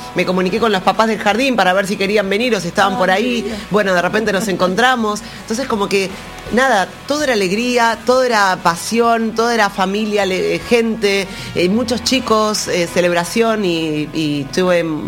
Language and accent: Spanish; Argentina